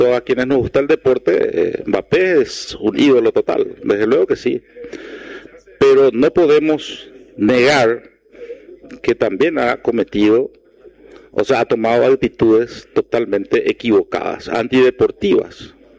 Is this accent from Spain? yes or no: no; Paraguay; nosotros, como paraguayos y como nación